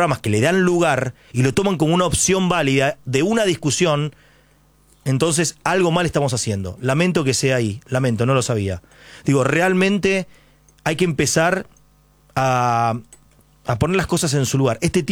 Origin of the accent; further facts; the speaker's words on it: Ituzaingó, Buenos Aires Province, Argentina; also born or lived in La Matanza; los que somos de la provincia, como yo, soy el conurbano, nací en La Matanza, me siento Ituzaingó porque viví toda la vida en Ituzaingó, y soy el conurbano